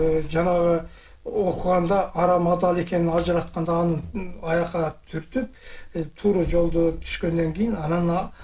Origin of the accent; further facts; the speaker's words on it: Alay, Osh Region, Kyrgyzstan; born there; Алайда туулган.